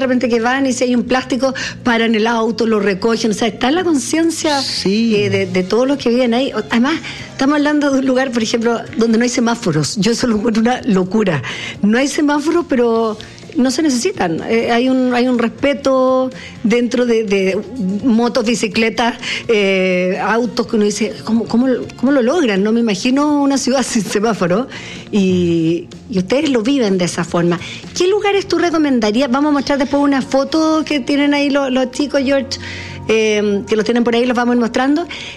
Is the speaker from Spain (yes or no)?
no; Chile; no puede ser que uno como chileno, si tiene la posibilidad, evidentemente